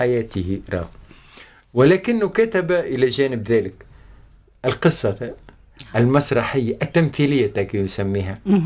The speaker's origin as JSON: {"language": "Arabic", "country": "Tunisia", "said": "مش كان في وطننا تونس،"}